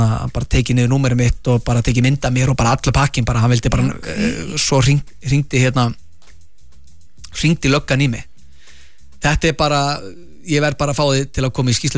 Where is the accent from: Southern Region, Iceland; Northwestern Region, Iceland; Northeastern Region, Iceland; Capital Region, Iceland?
Southern Region, Iceland; Vestmannaeyjar; ég er frá Vestmannaeyjum ég nýfluttur upp á land